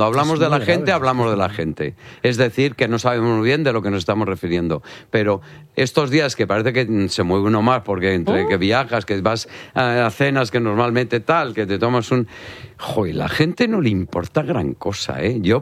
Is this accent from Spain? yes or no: yes; Spain; porque al final dices, oye, que yo soy español.